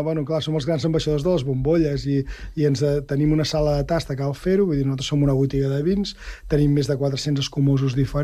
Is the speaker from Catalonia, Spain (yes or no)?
yes; Catalonia, Spain; com que som del Penedès, és una mica el que nosaltres podem transmetre molt bé al Penedès